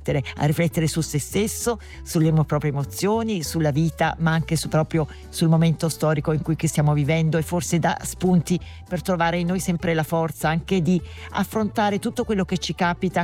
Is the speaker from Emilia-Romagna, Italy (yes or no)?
no; Naples, Campania, Italy; ti ringraziamo anche da napoletana